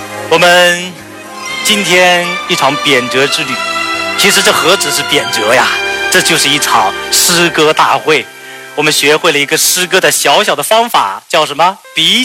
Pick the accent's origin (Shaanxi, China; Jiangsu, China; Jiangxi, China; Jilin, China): Jiangsu, China; now in Guangdong, China; 因为我是一个江苏人，现在生活在广东地区。